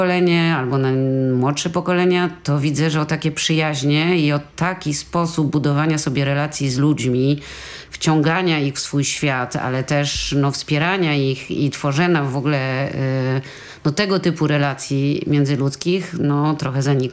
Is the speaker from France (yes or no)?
yes; France; now in Poland; w wyniku zawirowań polskiej współczesnej historii dorastałam we Francji, gdzie się znalazłam z rodzicami po stanie wojennym, a w zasadzie wcześniej nie mogłam wrócić. I dopiero odkryłam Polskę w latach 90. wczesnych